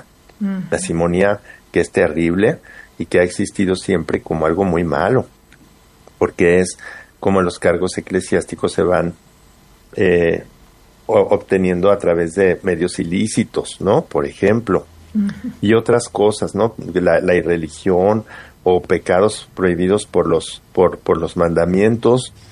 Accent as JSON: {"language": "Spanish", "country": "Mexico", "said": "pero acá en América, en muchos países, sí que he visto que hay, incluso en mi país, en México, mucha superstición."}